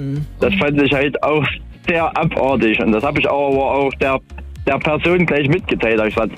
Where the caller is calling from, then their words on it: Weira, Thuringia, Germany; Nee, aus Weira.